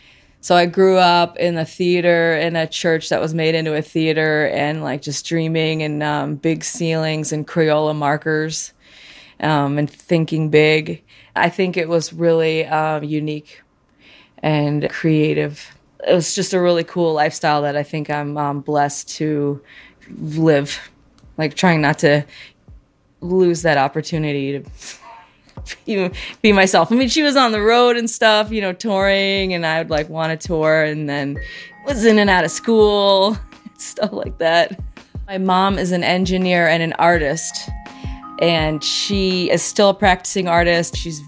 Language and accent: English; Chicago, Illinois, United States; also born or lived in Colorado / New York; I came here in sixth grade. I was about 10 from Colorado. And before that, I was in upstate New York, but I'm from Chicago. Since then, that's been my home, sixth grade. I live in West Logan Square.